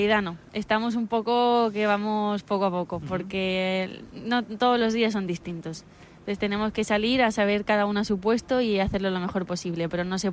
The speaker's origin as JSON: {"language": "Spanish", "region": "Melilla", "country": "Spain", "tie": "born or raised there", "said": "Justo, yo soy de Melilla, entonces ajá, allí se vive mucho el tema de la vela y desde pequeña he estado navegando en el Río Club Náutico de Melilla"}